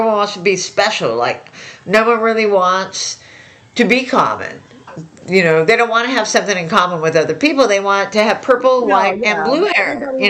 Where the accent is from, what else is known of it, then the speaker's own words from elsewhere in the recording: Arizona, United States; I grew up on the border. I grew up on the Arizona border.